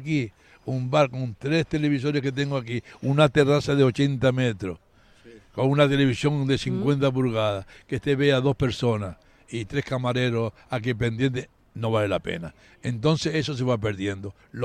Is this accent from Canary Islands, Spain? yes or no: yes; Canary Islands, Spain; Yo como canario y español quiero que gane España